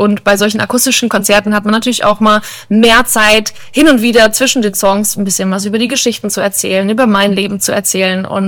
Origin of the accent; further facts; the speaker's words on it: Bavaria, Germany; definitiv Bayern, mein Heimatort, wo ich aufgewachsen bin, das Haus meiner Eltern